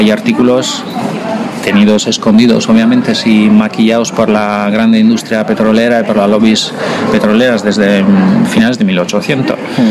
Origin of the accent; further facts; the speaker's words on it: Italy; moved away; yo soy italiano